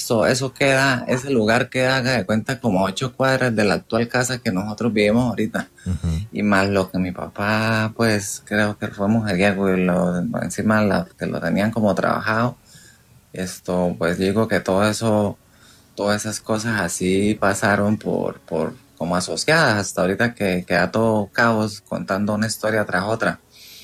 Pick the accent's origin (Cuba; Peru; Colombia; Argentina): Colombia; Cúcuta, Norte de Santander; also born or lived in Villa Rosario; nosotros nos vinimos de Cúcuta por un mal negocio que mi papá hizo a Villa Rosario